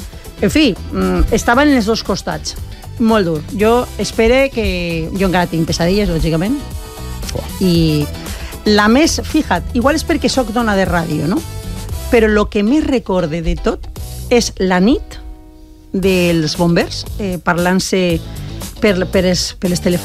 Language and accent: Catalan; Benetússer, Valencian Community, Spain; jo soc de Benetússer, con lo qual soc afectada